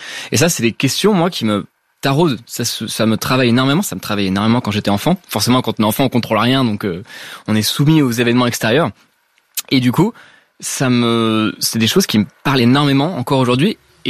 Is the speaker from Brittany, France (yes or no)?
no; Paris, Île-de-France, France; Alors, j'ai grandi à Paris. Donc du coup, j'ai grandi autour des gratte-ciel